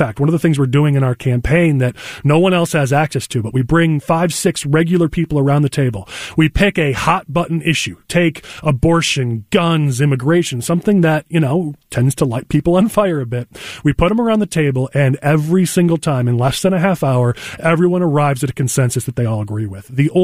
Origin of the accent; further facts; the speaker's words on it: Palatine, Illinois, United States; also born or lived in Batavia; Yeah, so born in Batavia, my family moved to the northwest suburbs, and I grew up in Palatine, spent a little time in Lake Zurich and Hawthorne Woods as well, but grew up in Palatine